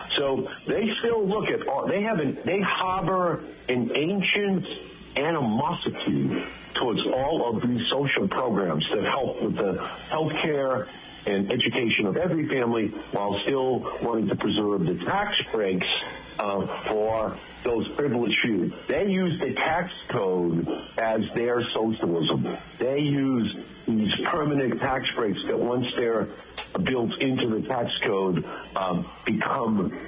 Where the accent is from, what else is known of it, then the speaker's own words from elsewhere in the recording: Malden, Massachusetts, United States; Well, I'm from Malden, Mark, and Malden's a lot like Taunton. My father drove a truck for the Hood Milk Company